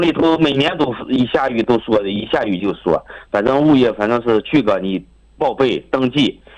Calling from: Baotou, Inner Mongolia, China; 我是来自包头的，包头这个万全家乐的住户。

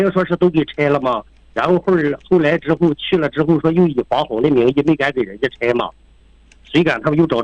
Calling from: Chifeng, Inner Mongolia, China; 我是赤峰市松山区土头朗镇，那不打村。

